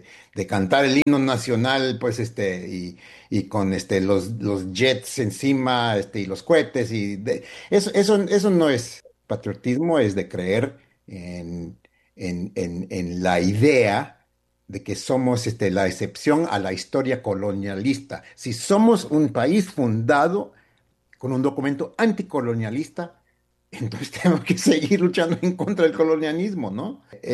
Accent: United States; mi verdad en decir que yo soy de Estados Unidos, estadounidense, no digo americano

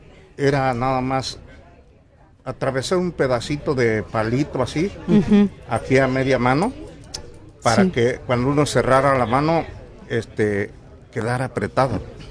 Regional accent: Magdalena Jaltepec, Oaxaca, Mexico; now in Fresno, United States; los primeros jugadores de mi pueblo, de Magdalena, Jaltepec, que llegaron aquí que emigraron aquí a California.

